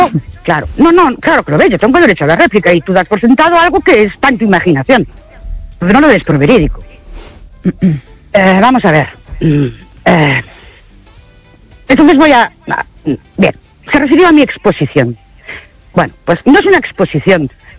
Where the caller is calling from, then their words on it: Ourense, Galicia, Spain; de Ourense